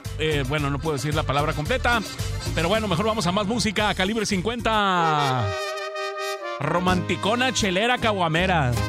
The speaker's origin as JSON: {"language": "Spanish", "town": "Mazatlán", "region": "Sinaloa", "country": "Mexico", "said": "Pues yo soy de Mazatlán. Allá la Pacifiquito."}